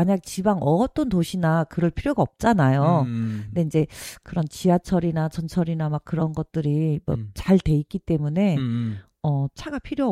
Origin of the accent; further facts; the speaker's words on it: Jeonju, North Jeolla, South Korea; 저희 고향인 전주